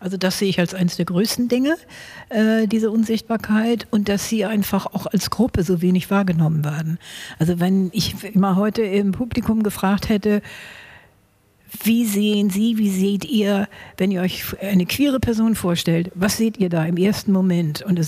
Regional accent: Hamburg, Germany; Ich komme ja aus Hamburg

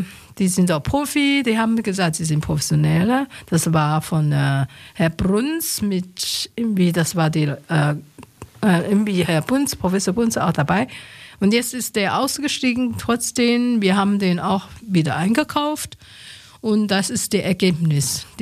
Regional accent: Taiwan; born there; German is a second language; weil ich im Winter geboren bin in Taiwan, gibt keine Schnee, nur oben eine Woche in der Jadeberge.

